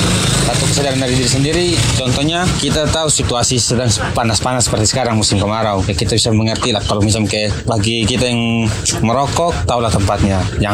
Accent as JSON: {"language": "Indonesian", "town": "Kupang", "region": "East Nusa Tenggara", "country": "Indonesia", "said": "saya dari Nemata, Penfui."}